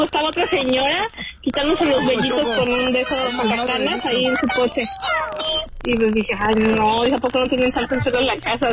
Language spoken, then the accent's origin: Spanish; Mexico City, Mexico; born or raised there